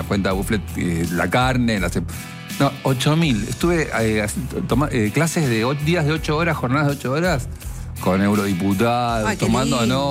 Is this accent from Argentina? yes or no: yes; Argentina; Estoy conmovido como cualquier argentino